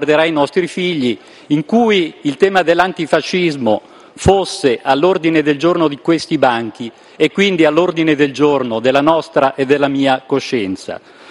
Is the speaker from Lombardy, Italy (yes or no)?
yes; Morbegno, Lombardy, Italy; Vengo da Morbegno, città di Ezio Vanoni